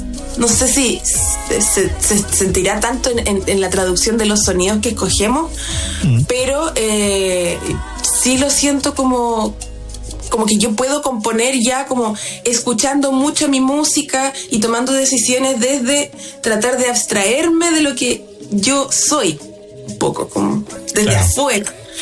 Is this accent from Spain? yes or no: no; Santiago, Santiago Metropolitan Region, Chile; Entonces yo estoy acostumbrada a caminar, porque yo vengo de Santiago.